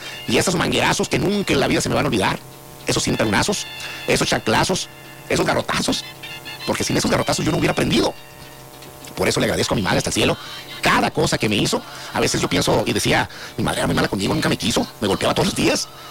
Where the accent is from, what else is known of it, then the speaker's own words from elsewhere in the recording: Navojoa, Sonora, Mexico; Me metía por la ventana así de madera, me acuerdo, en mi casa, allá en Abojoa.